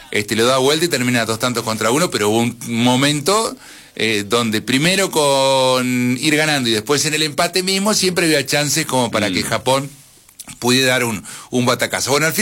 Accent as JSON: {"language": "Spanish", "country": "Argentina", "said": "Como técnico argentino, lo digo"}